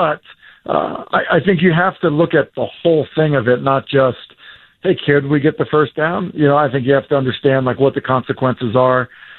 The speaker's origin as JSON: {"language": "English", "region": "New England", "country": "United States", "tie": "born or raised there", "moved": "as an adult", "lives_now": "Tennessee, United States", "said": "growing up in New England"}